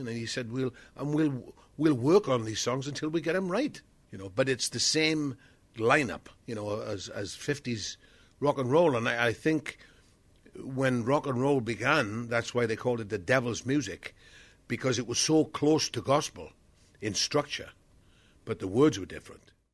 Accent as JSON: {"language": "English", "region": "Wales", "country": "United Kingdom", "tie": "born or raised there"}